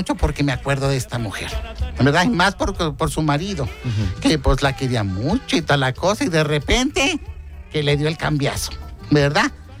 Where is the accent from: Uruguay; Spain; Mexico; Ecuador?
Mexico; General Zuazua, Nuevo León; Ella es de Gualahuises, porque yo soy de Gualahuises, ¿verdad?